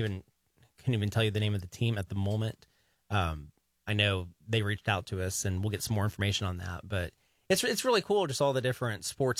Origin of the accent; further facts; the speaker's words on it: Miami County, Indiana, United States; I grew up in Miami County.